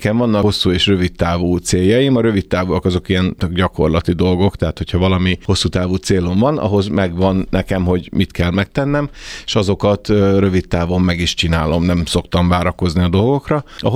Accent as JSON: {"language": "Hungarian", "town": "Hajdúdorog", "region": "Hajdú-Bihar", "country": "Hungary", "also_born_or_lived": "Debrecen", "moved": "yes", "lives_now": "Budapest, Hungary", "said": "amikor Debrecenbe költöztünk, vagy Debrecenben éltem, és ugye én hajdudorogi származású vagyok"}